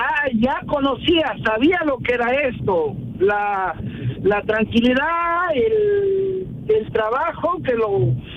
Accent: Argentina; now in Málaga, Spain; Yo soy argentino

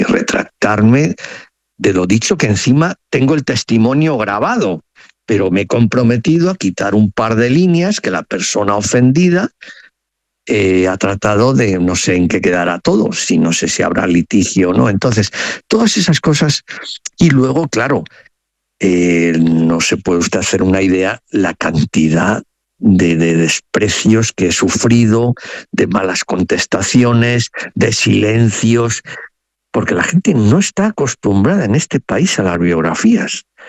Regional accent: Galicia, Spain; first language Spanish; aunque yo soy gallego, soy castellano parlante, ni lo hablo, ni lo leo, pero lo entiendo, oralmente lo entiendo.

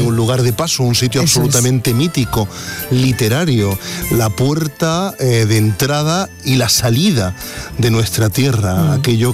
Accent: La Carolina, Andalusia, Spain; tú sabes que yo soy de la Carolina y además presumo de carolinense, de andaluz del norte.

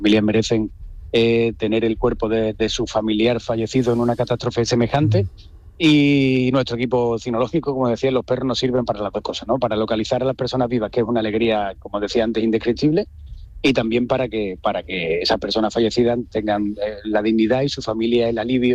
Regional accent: Dos Hermanas, Andalusia, Spain; Yo soy de Dos Hermanas.

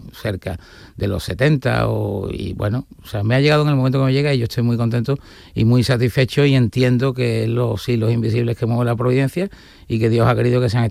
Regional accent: Seville, Andalusia, Spain; soy sevillano, vivo mucho la Semana Santa, disfruto mucho la Semana Santa, soy creyente

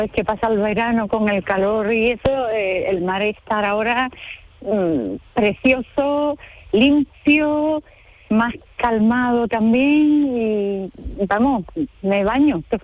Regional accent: San Fernando, Andalusia, Spain; Pero voy a San Fernando, que es mi pueblo, y estoy haciendo historia del arte, el segundo curso.

